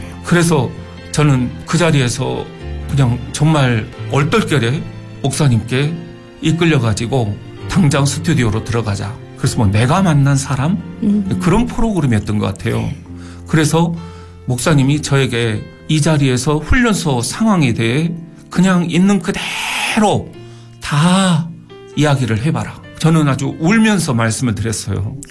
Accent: Haenam, South Jeolla, South Korea; 저는 극동방송이 제가 이제 땅끝에서 태어났거든요.

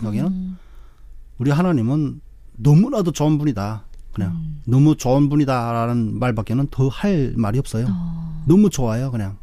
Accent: Haeju, South Hwanghae, North Korea; moved away as an adult; now in South Korea; 저의 고향은 황해남도 해주시고요. 탈북하여 한국에 온 지 3년차 되는

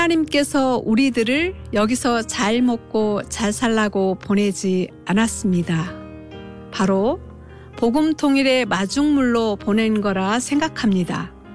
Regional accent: Hamhung, South Hamgyong, North Korea; 제 고향이 함흥인데요.

